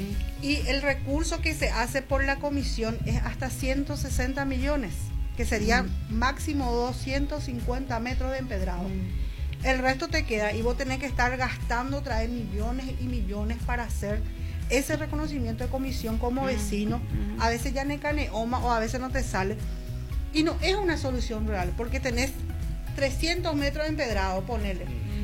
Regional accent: Concepción del Norte, Santa Bárbara, Honduras; Yo soy de Concepción del Norte. En Concepción la municipalidad te manda notificaciones y te dice que la veredización es obligatoria.

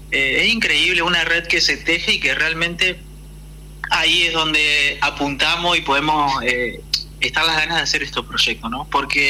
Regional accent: Argentina; now in Diamante, Argentina; como argentino obviamente es un orgullo

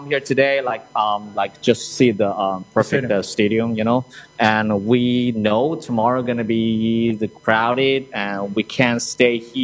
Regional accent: China; English is a second language; now in Rochester, United States; I'm from China.

